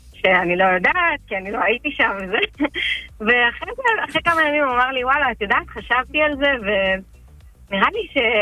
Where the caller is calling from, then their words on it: Southern District, Israel; אנחנו קיבוצים מהנגב